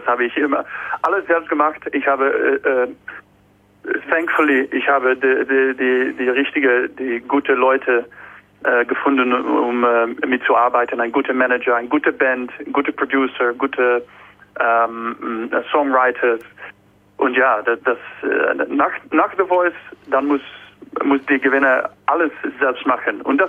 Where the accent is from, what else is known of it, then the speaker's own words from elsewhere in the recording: Netherlands; German is a second language; Und ich bin ein Holländer